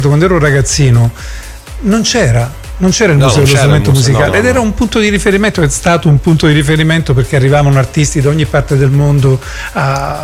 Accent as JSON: {"language": "Italian", "town": "Reggio Calabria", "region": "Calabria", "country": "Italy", "tie": "born or raised there", "said": "Ma io sono nato, cioè sono cresciuto a Gallico."}